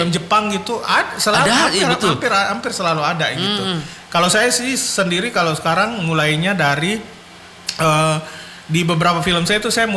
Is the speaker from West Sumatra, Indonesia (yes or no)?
no; Makassar, South Sulawesi, Indonesia; now in Jakarta, Indonesia; saya kan saya tinggal di Jakarta, jadi kacamata saya unik mungkin karena saya tinggal di Jakarta tapi saya orang Makassar